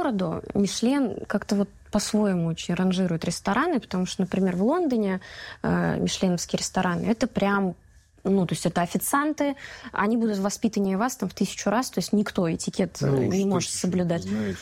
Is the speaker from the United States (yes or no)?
no; Saransk, Mordovia, Russia; Это мой дедушка Валер Николаевич, вот такие вот у меня праздники всегда собирал в Саранске, в городе.